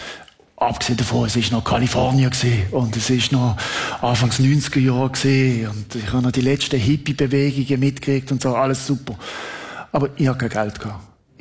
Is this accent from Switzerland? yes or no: yes; Switzerland; Und als Schweizer habe ich gefunden, ich bin mir das nicht gewohnt gewesen.